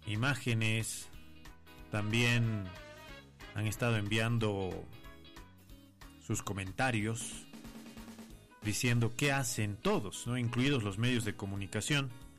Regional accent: Potosí, Bolivia; uno, como buen potosino, buena potosina, diría: no queremos que esto colapse, que el Cerro Rico de Potosí desaparezca

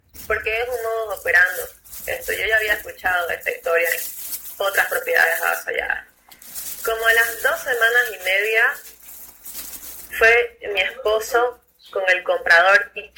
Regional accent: Santa Cruz, Bolivia; como mujer cruceña lo digo

